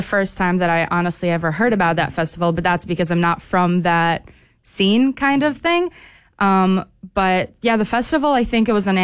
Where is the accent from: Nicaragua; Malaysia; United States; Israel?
Israel; I always hesitate saying confidently that I'm from Israel.